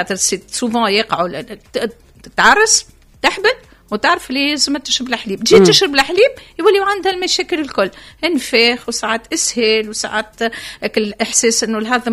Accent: Tunisia; نحن في تونس

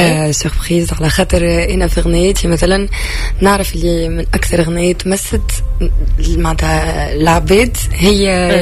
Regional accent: Tunisia; حبيت نبدا في بلادي

